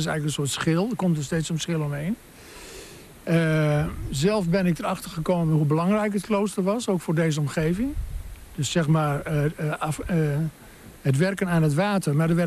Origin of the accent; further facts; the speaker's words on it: Groningen, Netherlands; moved away as an adult; also born or lived in Wapenveld; Ik kom uit Groningen.